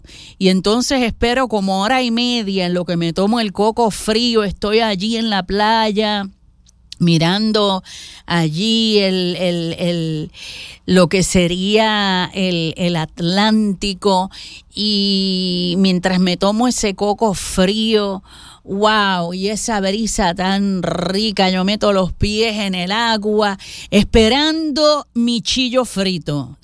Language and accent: Spanish; Puerto Rico; moved away; Allí en mi isla del encanto, Puerto Rico.